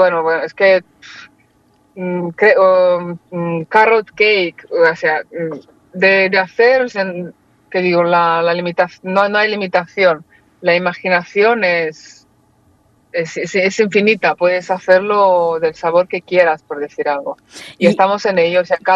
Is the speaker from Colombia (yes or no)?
no; Moldova; now in Barcelona, Spain; lo vi en una tienda en Moldavia, de donde soy yo, hace como 10 años